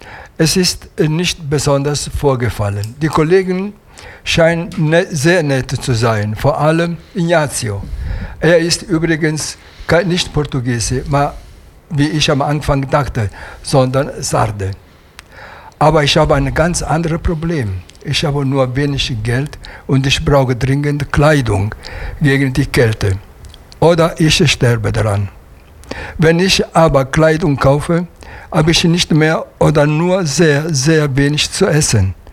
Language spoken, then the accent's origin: German; Formia, Lazio, Italy; German is a second language; also born or lived in Latina; now in Remscheid, Germany; Ich bin in Latina geboren, ja. Mhm. Groß geworden bin ich in Formia.